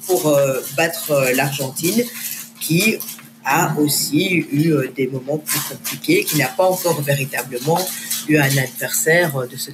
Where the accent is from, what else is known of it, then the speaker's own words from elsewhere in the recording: France; accent: French; Elles aimaient bien mon accent français.